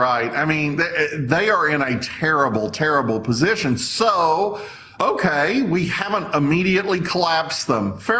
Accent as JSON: {"language": "English", "region": "the South", "country": "United States", "accent": "Southern", "said": "you can tell by my accent, I'm a Southerner"}